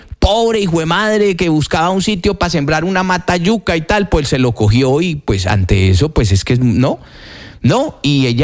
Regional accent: Colombia; que son del Estado, que es de usted como colombiano y mío.

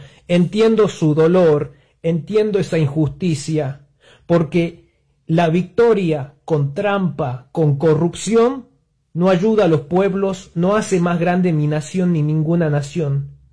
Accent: Argentina; Yo amo mi país, amo Argentina, pero no me gusta la corrupción.

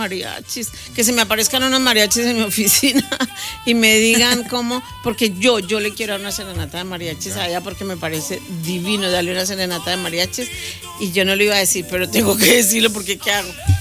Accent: Colombia; moved away; yo soy colombiana.

